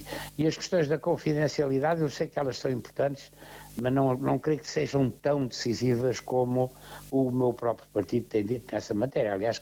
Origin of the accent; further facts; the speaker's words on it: Portugal; Nós somos todos gente que quer o Estado de Todo, somos nós portugueses, somos os descendentes de Afonso de Albuquerque